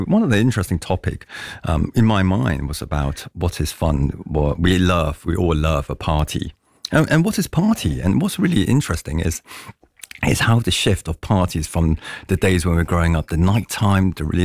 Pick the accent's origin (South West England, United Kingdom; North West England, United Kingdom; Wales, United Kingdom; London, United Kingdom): London, United Kingdom; growing up in London